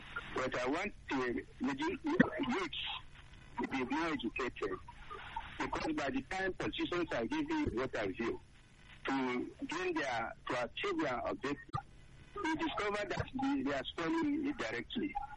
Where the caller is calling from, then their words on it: Bida, Niger State, Nigeria; from Bida.